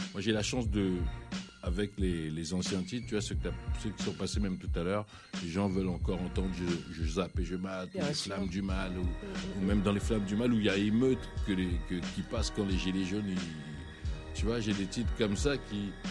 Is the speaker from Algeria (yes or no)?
no; Sarcelles, Île-de-France, France; Bah, parce qu'en fait, j'ai grandi en même temps à Sarcelles, en 95.